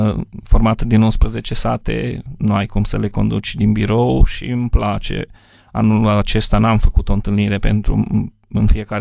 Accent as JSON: {"language": "Romanian", "town": "Bobâlna", "region": "Cluj County", "country": "Romania", "said": "Noi, Bobâna, suntem parte din Ținutul Flutura Albastru, care zic eu că este cea mai domestică zonă din România"}